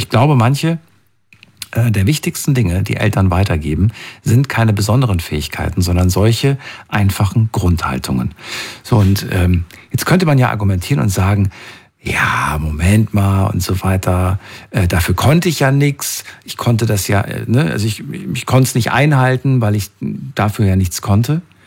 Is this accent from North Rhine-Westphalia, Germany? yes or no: yes; North Rhine-Westphalia, Germany; komme aber auch aus NRW.